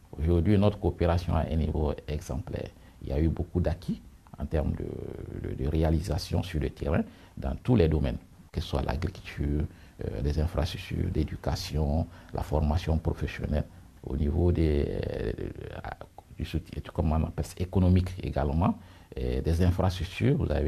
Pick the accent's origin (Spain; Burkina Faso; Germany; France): Burkina Faso; moved away as an adult; now in Beijing, China; Effectivement, je suis à Pékin, au sein de notre représentation diplomatique depuis 2019.